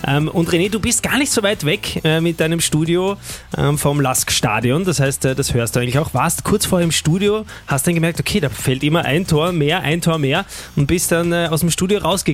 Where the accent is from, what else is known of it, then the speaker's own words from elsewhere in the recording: Vienna, Austria; Und das sage ich als Wiener und als Rapidler.